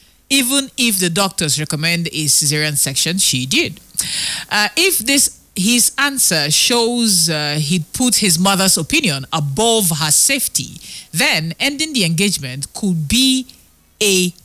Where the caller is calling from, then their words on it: Port Harcourt, Rivers, Nigeria; I'm texting from Port Harcourt.